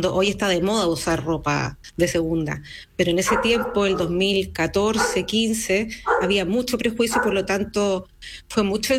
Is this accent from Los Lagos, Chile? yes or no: no; Concepción, Biobío, Chile; moved away as an adult; also born or lived in Barcelona; yo soy penquista, me fui a estudiar a Barcelona ilustración